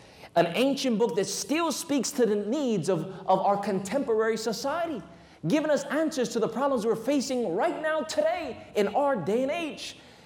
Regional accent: Waianae, Hawaii, United States; Growing up, I had no idea what was God or who was God. And as a result of not having a spiritual foundation, growing up in Waianae on t

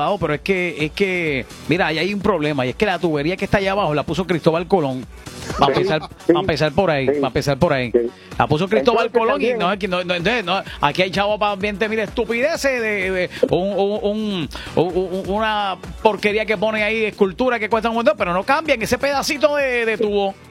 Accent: Puerto Rico; Aquí nosotros somos un estado. Nosotros somos un estado libre asociado

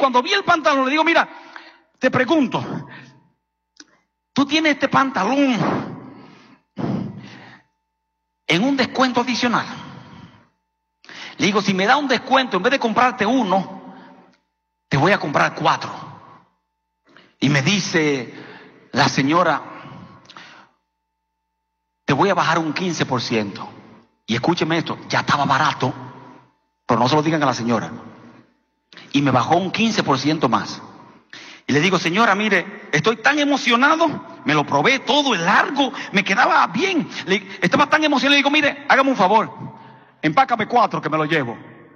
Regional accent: Dominican Republic; born there; moved away; En mi país, yo nací en República Dominicana, compartimos territorio con un hermoso país llamado Haití.

